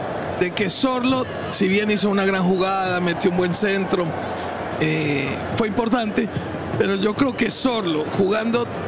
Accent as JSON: {"language": "Spanish", "town": "Medellín", "region": "Antioquia", "country": "Colombia", "tie": "born there", "moved": "yes", "said": "Será por la tonada que yo soy colombiano, nacido en la ciudad de Medellín."}